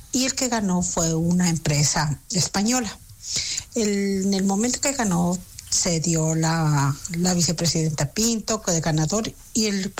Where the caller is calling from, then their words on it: Ecuador; los ecuatorianos no estamos pidiendo.